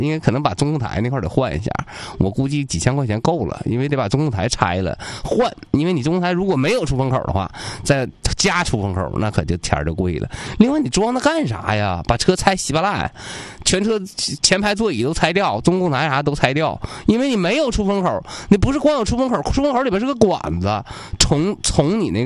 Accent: Northeast China, China; accent: Northeastern Mandarin (Dongbei dialect); 咱们东北话讲有的时候说话特别有力气

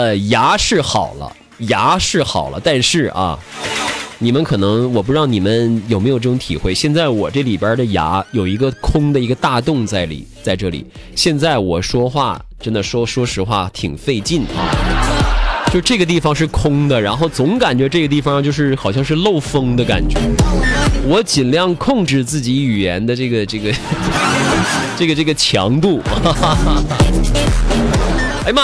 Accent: Northeast China, China; 其实对于我们东北人来说哈，我们分不清什么哪是陕北方言，哪是什么陕南方言，哪是什么关中方言

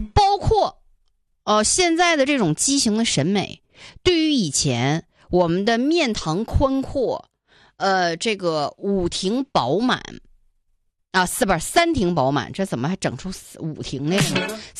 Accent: Northeast China, China; accent: Northeastern dialect; 我们东北话说呢，就是大本喽

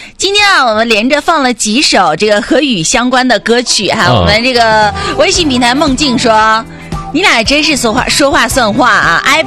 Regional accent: Northeast China, China; 对于我们东北人来说，最值最耐用的东西应该就是羽绒服了。

